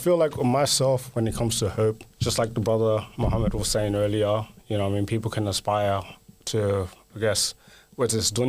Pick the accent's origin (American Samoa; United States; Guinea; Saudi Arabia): Guinea; now in Australia; So I'm from Guinea, West Africa.